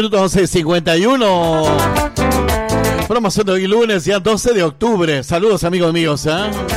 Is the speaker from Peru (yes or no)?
yes; Mórrope, Lambayeque, Peru; mi pueblo de Morro, Petierra del Yeso y La Sal.